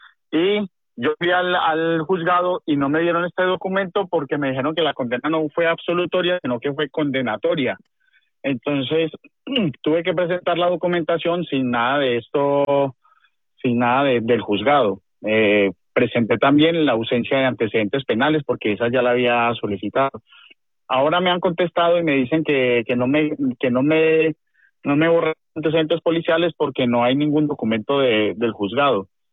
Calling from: Madrid, Community of Madrid, Spain; Buenos días. … Comunico desde Madrid.

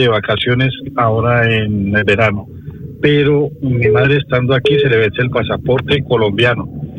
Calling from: Community of Madrid, Spain; de Usera.

